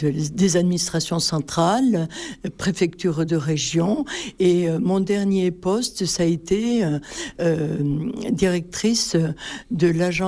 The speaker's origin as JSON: {"language": "French", "town": "Marvejols", "region": "Occitanie", "country": "France", "tie": "born or raised there", "said": "Ah, ben c'est tout simplement que je suis lozérienne. Je suis née au Salel, enfin à Marvejols, mais j'habite au Salel dans ma maison de naissance."}